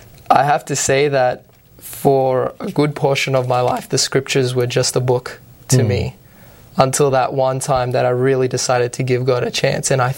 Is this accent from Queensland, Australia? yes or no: yes; Brisbane, Queensland, Australia; I am from Australia, from Brisbane, Australia, and my parents moved from former Yugoslavia back then, which is now Serbia, and I was born just 2 years after they arrived. So I grew up there and I speak both languages, English and that, fluently